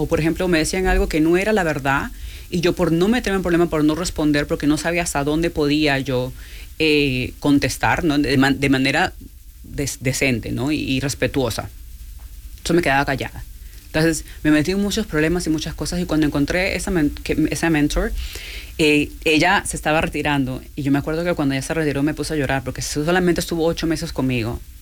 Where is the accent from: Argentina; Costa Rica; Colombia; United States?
United States; New Jersey; moved away as an adult; yo crecí en New Jersey.